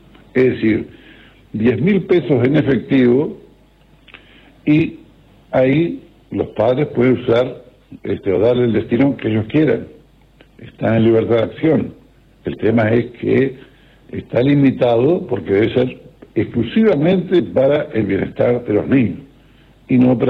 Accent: Uruguay; son gente que, como nosotros, somos uruguayos.

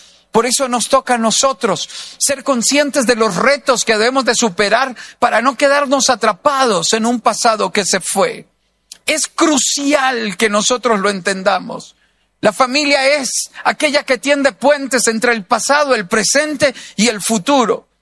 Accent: Costa Rica; Y en algún momento fuimos a Nicaragua, somos de Costa Rica, y fuimos a Nicaragua a buscar a su mamá

